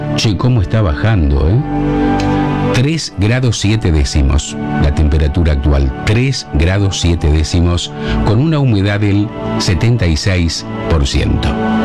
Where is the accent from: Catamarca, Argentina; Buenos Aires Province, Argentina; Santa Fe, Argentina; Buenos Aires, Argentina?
Santa Fe, Argentina; Arequito; Arequito, mi pueblo